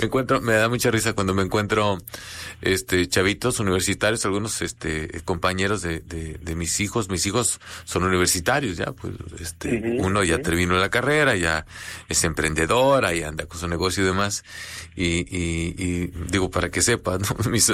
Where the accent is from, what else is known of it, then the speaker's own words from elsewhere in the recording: Mexico; Oye, en fin, pero somos muy mexicanos.